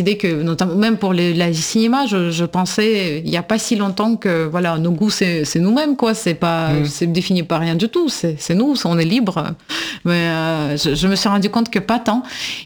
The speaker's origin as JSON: {"language": "French", "country": "Russia", "said": "Et en tant que russe, je pense que oui"}